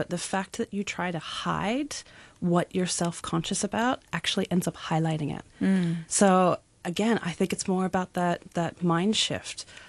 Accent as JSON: {"language": "English", "country": "Australia", "said": "I'm Aussie."}